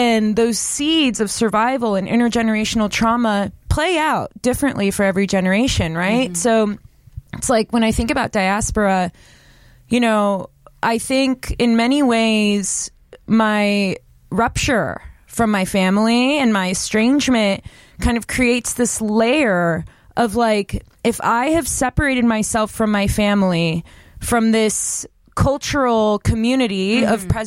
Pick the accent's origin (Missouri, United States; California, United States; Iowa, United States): California, United States; Los Angeles; born there; Deep Valley up in Porter Ranch. And then we like, you know, lost the house, whatever, moved to Canoga Park at the tip of Topanga Canyon.